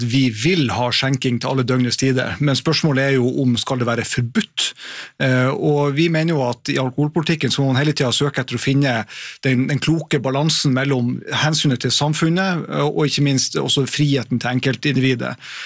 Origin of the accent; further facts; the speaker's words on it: Harstad, Troms, Norway; sånn som det i min hjemby Harstad, der det en bensinstasjon